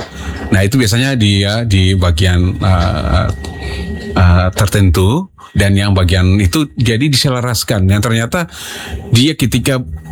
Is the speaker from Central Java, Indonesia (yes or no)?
no; Maluku, Indonesia; Nah, karena kita orang Maluku ini identik dengan musik, sering disampaikan ya DNA orang musik itu, orang Ambon itu musik.